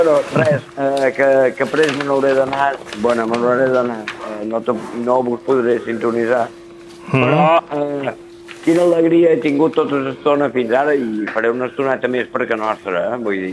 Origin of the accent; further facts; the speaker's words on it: Menorca, Balearic Islands, Spain; jo com a menorquí m'estim tant